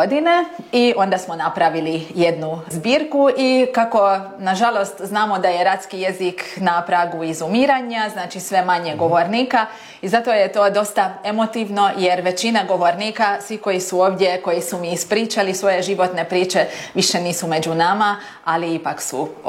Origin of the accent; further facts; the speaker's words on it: Dušnok, Bács-Kiskun, Hungary; i mi Dušnoćani smo odrasli, mi smo rođeni i odrasli smo tu pokraj Voša